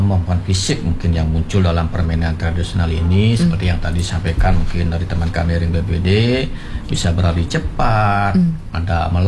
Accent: Bali, Indonesia; karena kita orang Bali, kita orang Bali, kita memiliki warisan budaya yang tak benda tuh

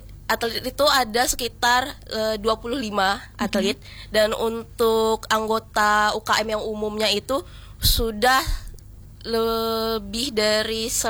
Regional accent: West Sumatra, Indonesia; Kebetulan saya dari Sumatera Barat Mbak.

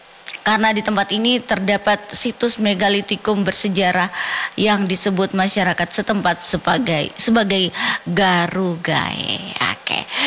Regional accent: Sulawesi, Indonesia; kita ini orang Sulawesi

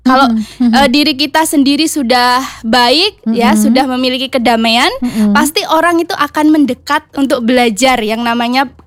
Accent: Pati, Central Java, Indonesia; Saya berasal dari Pati, Kak.

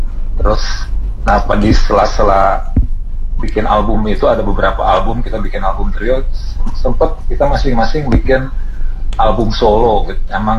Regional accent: Ambon, Maluku, Indonesia; now in Bogor, Indonesia; Saya tuh orang Ambon tapi tinggal di Bogor jadi ngomongnya Sunda.

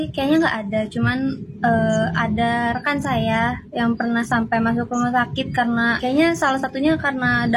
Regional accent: Serang, Banten, Indonesia; Asli Serang, Banten.

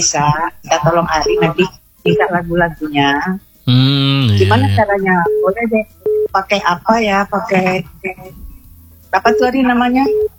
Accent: West Sumatra, Indonesia; Kami asli orang Minang.

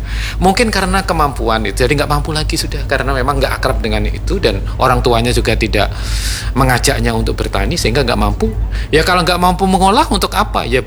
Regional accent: Madiun, East Java, Indonesia; dulu di sekitar kampung saya itu yang menebang tebu itu selain masyarakat sekitar situ itu ada juga yang dari kabupaten lain. Saya kan di Madiun ya, Ngawi datang ke situ.

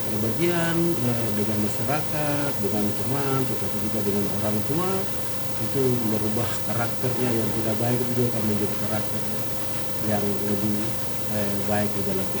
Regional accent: Papua, Indonesia; itu kan tujuannya untuk memperkenalkan wilayah saya Papua ya, dengan keindahan ya alam yang ada lewat cendrawasi

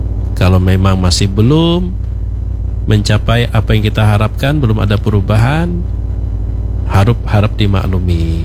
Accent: Banjar, South Kalimantan, Indonesia; kita orang Banjar

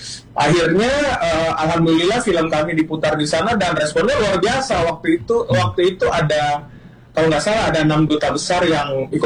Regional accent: Makassar, South Sulawesi, Indonesia; kebetulan saya juga asalnya dari Makassar

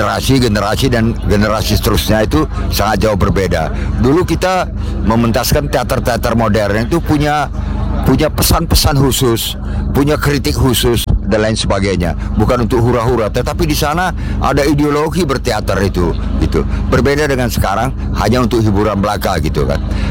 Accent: North Sumatra, Indonesia; Dan kita dari Sumatera Utara, terutama kami ya, termasuk teater Delik dan tim teater anak negeri dan kelompok-kelompok teater yang lain, kita masih punya ideologi teater itu loh.

